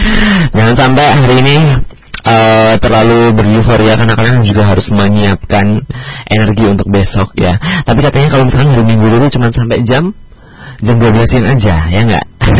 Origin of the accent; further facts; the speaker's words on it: Java, Indonesia; accent: medok; aku kayaknya rada medok deh. Medoknya keluar.